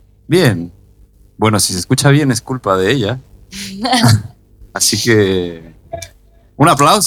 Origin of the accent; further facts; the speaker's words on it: Granada, Andalusia, Spain; Muchas gracias … venimos desde Granada, felices de escapar del calor, aunque el sol está potente hoy aquí en Burgos, aunque ayer sacamos la chaqueta que ya estaba guardada en Granada desde hace 3 semanas